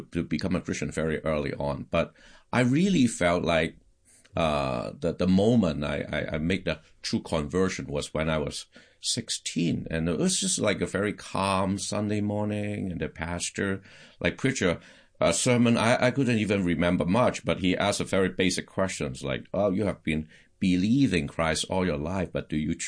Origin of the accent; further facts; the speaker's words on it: Hong Kong; So I was born and raised in Hong Kong, back then it was, now it's a Chinese, what they call special administrative region, but back then it was a British colony.